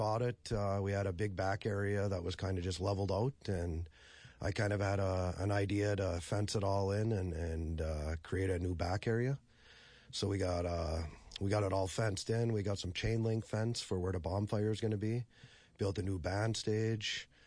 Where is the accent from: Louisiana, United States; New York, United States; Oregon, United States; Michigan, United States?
Michigan, United States; Skandia; I'm from Skania, Michigan. My wife and I bought Finn's about 3 years ago. We both grew up in the area, and I was born and raised about 2 miles away.